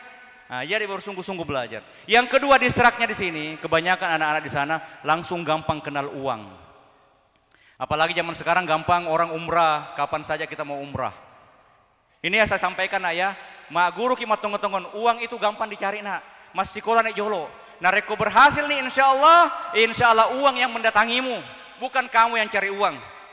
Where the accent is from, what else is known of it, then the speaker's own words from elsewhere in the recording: South Sulawesi, Indonesia; also born or lived in Egypt; Tapi saya ini orang Bugis, saya ini orang Mandar, saya orang Makassar. Karena darah saya di tiga suku ini